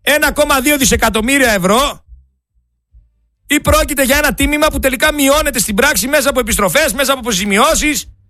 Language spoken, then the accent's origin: Greek; Greece; εγώ σαν Έλληνας πολίτης